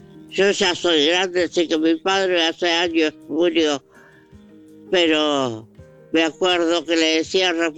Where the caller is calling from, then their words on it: Isidro Casanova, Buenos Aires Province, Argentina; de Casanova te saluda